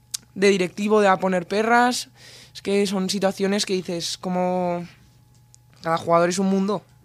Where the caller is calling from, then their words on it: Nuez de Ebro, Aragon, Spain; Yo soy de Nuez de Ebro, de un pueblo